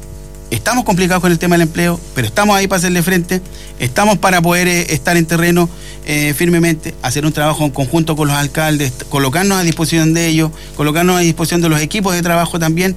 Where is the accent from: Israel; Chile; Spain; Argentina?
Chile; Catapilco, Valparaíso; fui funcionario municipal, fui concejal por dos periodos en la comuna vecina de Zapallar, soy oriundo de Acatapilco